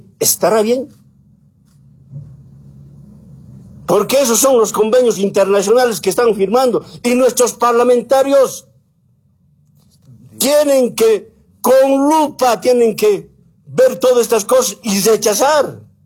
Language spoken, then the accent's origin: Spanish; Bolivia